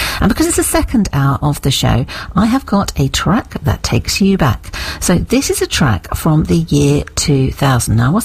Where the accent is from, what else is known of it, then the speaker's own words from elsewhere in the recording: London, United Kingdom; moved away as an adult; now in Hampshire, United Kingdom; I'd moved down to Hampshire by then. I'm a Londoner, so born and bred in London, but by then was firmly placed in Hampshire, where of course I've been ever since.